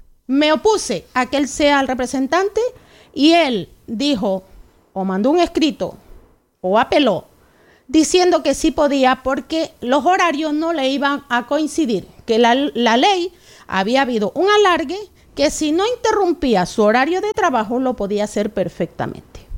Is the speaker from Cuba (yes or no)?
no; Ecuador; la serie de horror que estoy viviendo aquí en mi país.